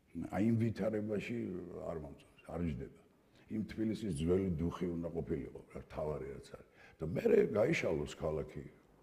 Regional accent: Tbilisi, Georgia; დავიბადე პლეხანოვზე, გავიზარდე, გადავედი საბურთალოზე, გავიზარდე რუსთაველზე, სოლოლაკში და მთაწმინდაზე.

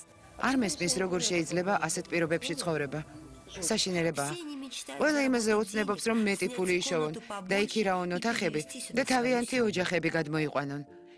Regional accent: Ukraine; ჩვენ უკრაინიდან ვართ.

